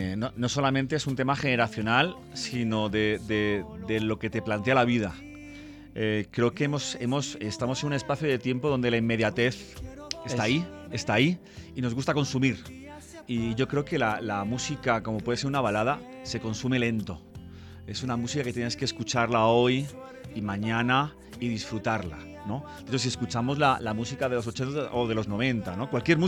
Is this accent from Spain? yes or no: yes; Spain; como diríamos en España